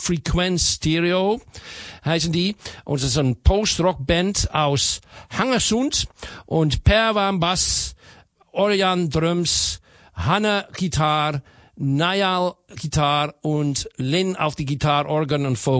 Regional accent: Amsterdam, North Holland, Netherlands; German is a second language; Ich bin aus Amsterdam

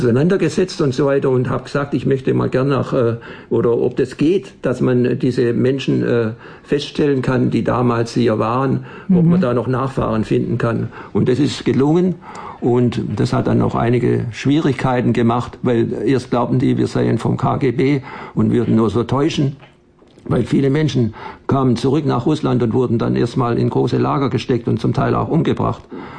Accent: Germany; ich sage, ach, ich bin Deutscher

